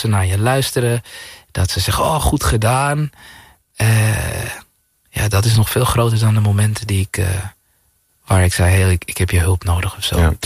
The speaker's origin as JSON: {"language": "Dutch", "town": "Zaandam", "region": "North Holland", "country": "Netherlands", "said": "En nou ja, de plek waar ik vandaan kwam, Zaandam, was niet de meest heilige plek."}